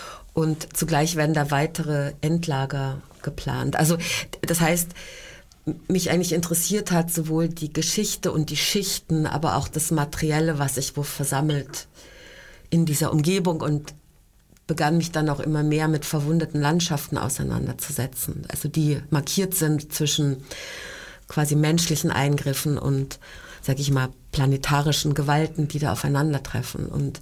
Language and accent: German; Salzgitter, Lower Saxony, Germany; Ich komme aus so einer merkwürdig hybriden Stadt, die eigentlich auch eine nationalsozialistische Gründung war, wo Erz gefunden wurde, die dann später als Hermann-Göring-Stadt versucht wurde, umzubenennen